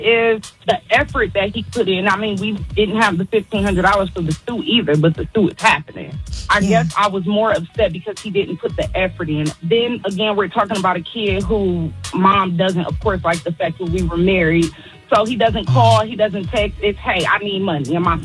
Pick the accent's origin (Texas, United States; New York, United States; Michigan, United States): Michigan, United States; Detroit; So I'm graduating Friday from Wayne State. I'm from Detroit with my BSW.